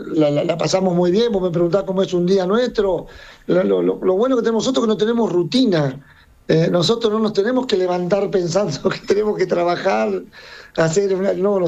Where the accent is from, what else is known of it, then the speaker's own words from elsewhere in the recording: Argentina; also born or lived in Belgrade, Serbia; Yo soy Yugoslavo Servio, quinta generación en circo. Nacido en Belgrado, Serbia, fui criado acá en Argentina